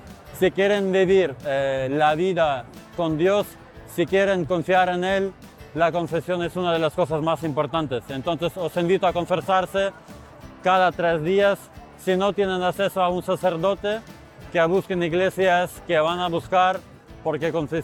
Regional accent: Ukraine; now in Spain; soy de Ucrania y vengo a Medjugorje de España esta vez.

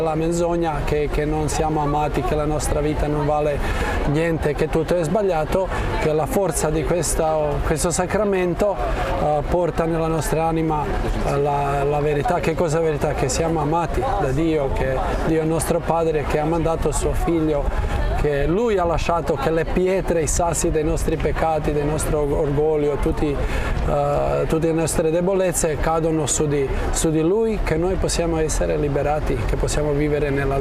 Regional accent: Pula, Istria County, Croatia; vengo dalla Croazia, una città che si chiama Pola, diocesi Parenzo e Pola, al parte ovest della Croazia.

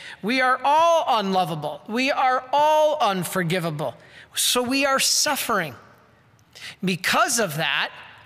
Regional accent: Detroit, Michigan, United States; I'm from Detroit.

